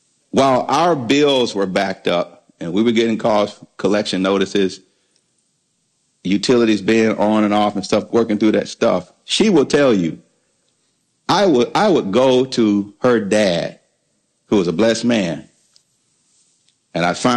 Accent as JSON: {"language": "English", "region": "Alabama", "country": "United States", "said": "I'm from Alabama now"}